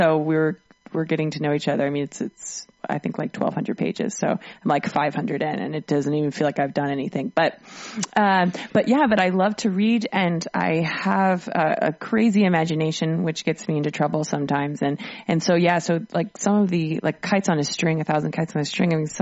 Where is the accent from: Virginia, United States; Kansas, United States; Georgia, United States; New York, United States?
Virginia, United States; also born or lived in Nashville; now in Washington, D.C., United States; So I grew up in Virginia, but I moved to Nashville. Now I'm back in D.C.